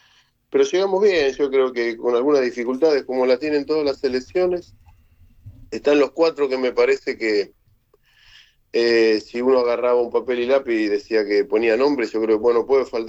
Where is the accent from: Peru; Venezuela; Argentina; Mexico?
Argentina; Sí que es normal que como argentino... ¿A quién no le toca, no?